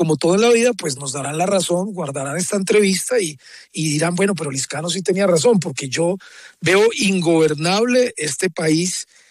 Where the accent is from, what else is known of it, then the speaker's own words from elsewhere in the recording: Riosucio, Caldas, Colombia; nosotros somos de región. Entonces allá vamos a estar en Manizales, estaré en mi pueblo Río Sucio el sábado y el domingo estaré votando en Manizales